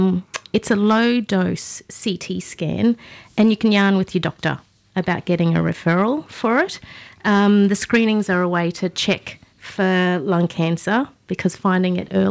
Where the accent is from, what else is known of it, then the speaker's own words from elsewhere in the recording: Cairns, Queensland, Australia; My family's from Darnley Island in the Torres Strait. I was born and raised in Cairns. I have plenty family still up in Cairns, up in the islands.